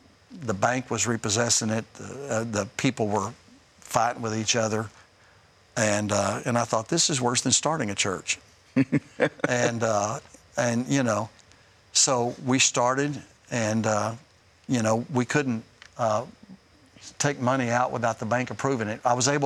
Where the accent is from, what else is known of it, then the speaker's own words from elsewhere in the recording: Texas, United States; now in Nashville, United States; I thought, that's crazy. I'm from Texas.